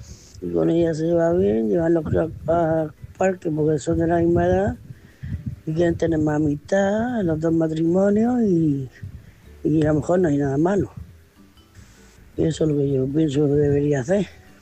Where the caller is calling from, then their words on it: Murcia, Region of Murcia, Spain; de Murcia, corresponsal de Murcia.